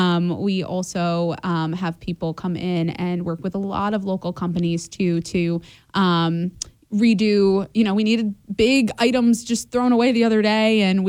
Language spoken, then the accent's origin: English; New York, United States; I am from the Hudson Valley and, I love it.